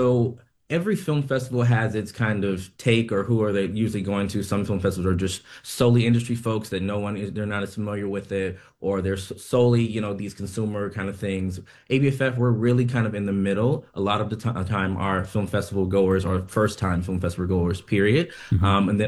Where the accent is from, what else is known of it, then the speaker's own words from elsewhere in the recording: St. Louis, Missouri, United States; moved away; I'm originally from St. Louis, Missouri, did not have that exposure.